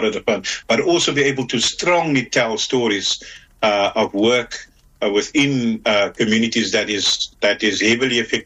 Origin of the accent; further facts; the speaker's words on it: Cape Town, Western Cape, South Africa; I'm someone that is born, not born in Menenberg. I'm born on the Cape Flats, but we moved to Menenberg when I was four. So I grew up in this community.